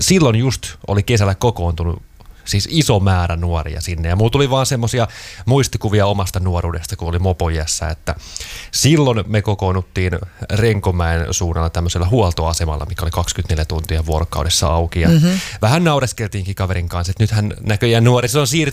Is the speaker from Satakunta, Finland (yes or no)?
no; Lahti, Päijät-Häme, Finland; mä oon alun perin Lahdesta kotoisin, mutta sieltä pois muuttanut.